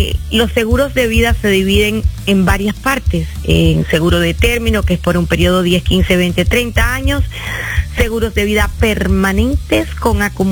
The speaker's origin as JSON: {"language": "Spanish", "country": "Cuba", "said": "ya sé que soy cubana, pero que tengo un corazón con un pedacito ecuatoriano."}